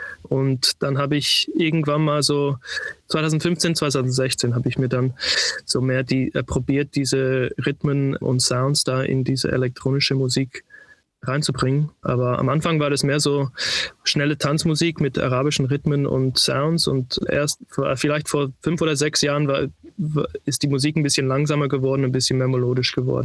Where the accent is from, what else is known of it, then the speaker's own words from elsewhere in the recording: Sydney, New South Wales, Australia; now in Berlin, Germany; Ich bin in Sydney aufgewachsen. Meine Mutter kommt aus dem Libanon und mein Vater aus der Schweiz, also aus der Zentralschweiz. Deshalb kann ich Deutsch sprechen.